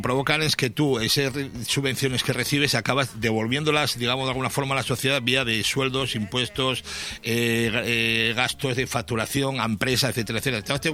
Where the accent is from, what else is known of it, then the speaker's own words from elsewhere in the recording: Tafalla, Navarre, Spain; que yo soy de Tafalla, muy orgulloso.